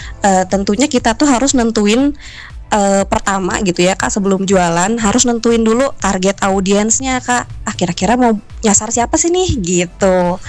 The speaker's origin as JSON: {"language": "Indonesian", "town": "Bandung", "region": "West Java", "country": "Indonesia", "said": "Asli orang Bandung, Kak."}